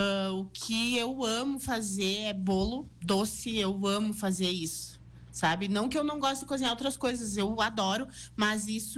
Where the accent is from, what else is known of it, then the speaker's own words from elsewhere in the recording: Soledade, Rio Grande do Sul, Brazil; born there; also born or lived in Marques de Souza / Tocantins; eu sou de Soledade. Sou natural, na verdade, de Marques de Souza, mas sempre fui criada aqui em Soledade. Fui embora uma época para o Tocantins e voltei aos 14 anos e sempre residi dali para frente aqui em Soledade.